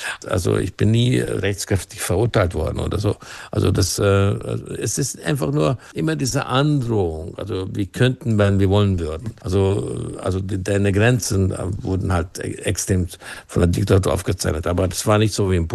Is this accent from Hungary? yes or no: yes; Hungary; now in Germany; das war für mich natürlich als ein geflüchteter Ungar, also mein Geburtsland und meine Heimat Deutschland war nie mehr verbunden als in diesem Augenblick